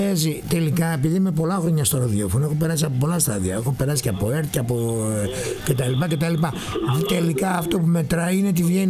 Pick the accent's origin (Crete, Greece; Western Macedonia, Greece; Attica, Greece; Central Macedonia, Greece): Central Macedonia, Greece; Thessaloniki; now in Katerini, Greece; είμαι από Θεσσαλονίκη